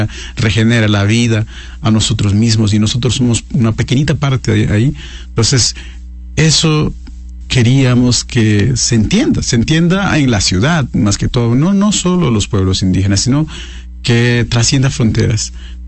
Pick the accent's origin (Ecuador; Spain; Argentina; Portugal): Ecuador; Sarayaku, Pastaza; Acabo de llegar de Puyo, uh-huh. Y por ende de mi pueblo Sarayacu.